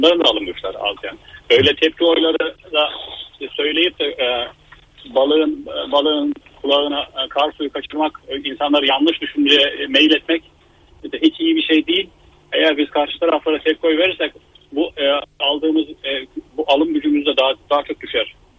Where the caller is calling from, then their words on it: Austria; Avusturya'dan arıyorum.